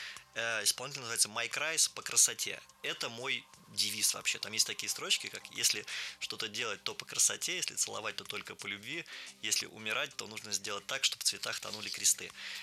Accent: Russia; мы из России

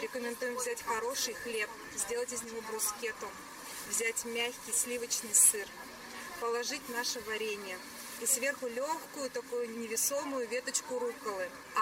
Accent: Sverdlovsk Oblast, Russia; Ну и еще ноги у этого названия растут с моей малой родины, со Свердловской области. Жители моей деревни называют сами себя бурундуки.

